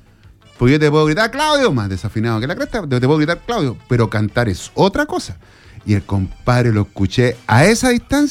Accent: Iquique, Tarapacá, Chile; Y yo, como buen iquiqueño y acostumbrado a ir al Estadio Cabancha

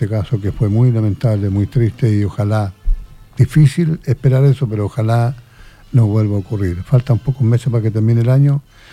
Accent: Chile; lo digo como chileno.

